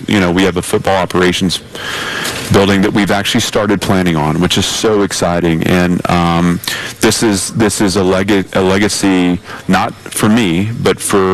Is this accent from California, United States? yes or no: no; Nashville, Tennessee, United States; Nashville's my hometown.